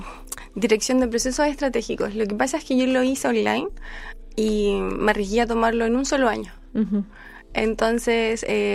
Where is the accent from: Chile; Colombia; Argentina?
Chile; Chillán, Ñuble; born there; Soy de Chillán.